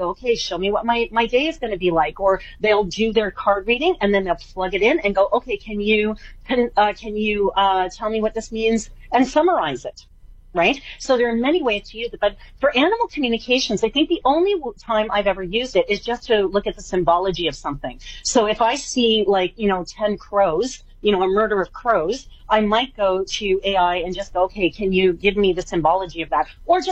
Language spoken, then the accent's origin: English; Canada; I'm Canadian.